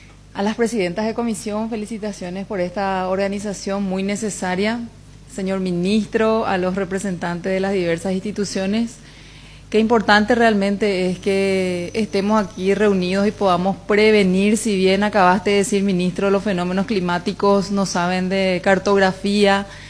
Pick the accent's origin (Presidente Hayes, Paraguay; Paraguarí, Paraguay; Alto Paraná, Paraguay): Alto Paraná, Paraguay; yo soy de Alto Paraná, del interior.